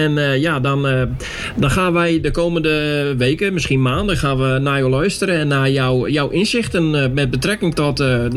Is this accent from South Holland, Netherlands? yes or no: no; Sneek, Friesland, Netherlands; ik kom zelf oorspronkelijk uit Sneek